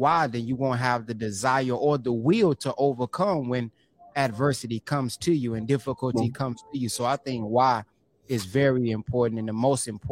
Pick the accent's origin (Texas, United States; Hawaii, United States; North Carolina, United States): Texas, United States; I'm from Texas